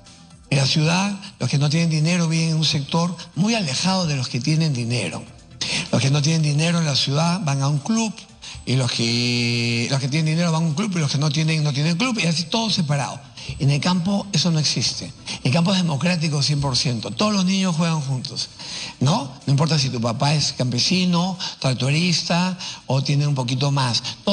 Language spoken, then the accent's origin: Spanish; Lima, Peru; also born or lived in Huaura / Cañete; Soy de Magdalena, ojo, yo he vivido también en la chacra en Huaura, en la chacra en Cañete, en el campo, sin luz. Yo no tenía luz también por años de mi vida